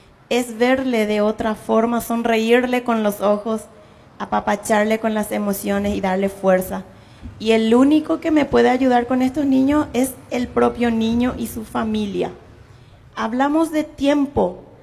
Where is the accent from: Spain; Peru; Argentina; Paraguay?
Paraguay; Caaguazú; yo estoy muy orgullosa de la ciudad de Caaguazú. Yo soy parte de Caaguazú, nací, vivo aquí